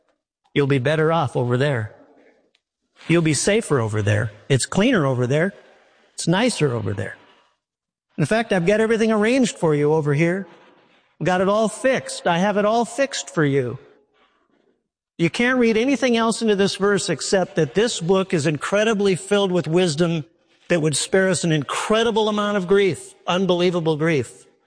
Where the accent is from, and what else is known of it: Minneapolis, Minnesota, United States; born or raised there